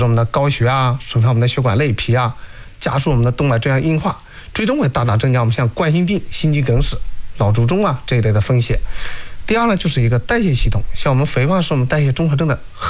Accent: China; 尤其是说亚洲男性，我们中国人哈

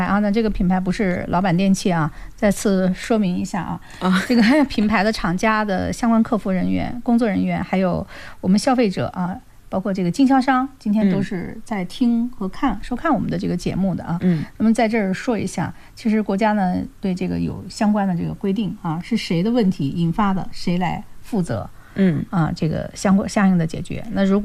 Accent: China; 我们中国人呢是讲究锅气的

